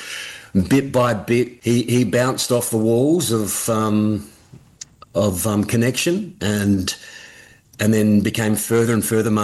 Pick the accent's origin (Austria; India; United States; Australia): Australia; Adelaide, South Australia; But growing up in Adelaide, the surf is marginal, close by.